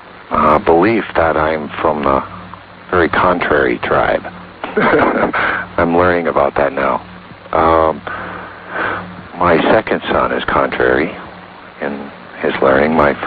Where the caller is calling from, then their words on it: Arvada, Colorado, United States; in Arvada, Colorado.